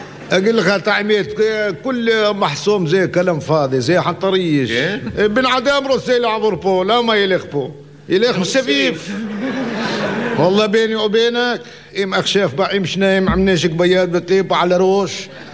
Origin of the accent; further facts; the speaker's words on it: Qalqilya, West Bank, Palestine; Hebrew is a second language; אנחנו מן קלקיליה.